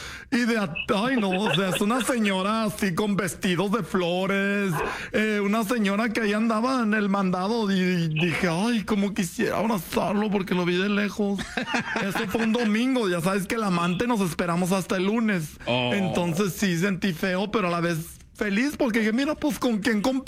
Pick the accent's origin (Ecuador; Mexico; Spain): Mexico; Michoacán; yo voy a andar en las fiestas acá de mi pueblo en Michoacán.